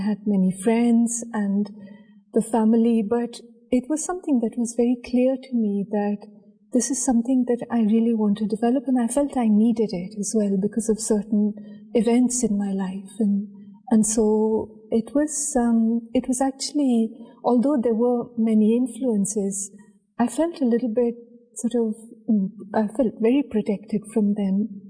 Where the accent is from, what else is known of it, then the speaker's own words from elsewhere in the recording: Delhi, India; So I think in my early years, it was really, I guess as a child, I would accompany my mother to the Brahma Kumari Center